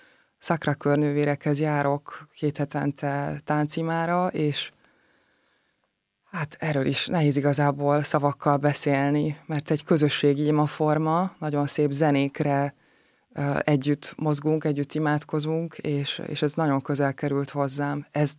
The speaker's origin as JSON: {"language": "Hungarian", "country": "Hungary", "tie": "born or raised there", "said": "a Balatonnál nőttem fel"}